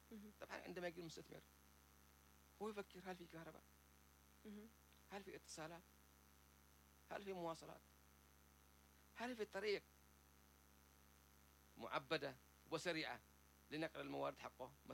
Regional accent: Yemen; هذه الأشياء كلها المؤسساتية عندنا في اليمن روتينية معقدة طويلة.

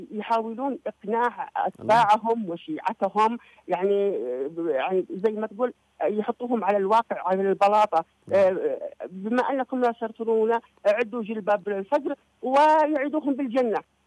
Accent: Yemen; أننا ملزمين كيمنيين

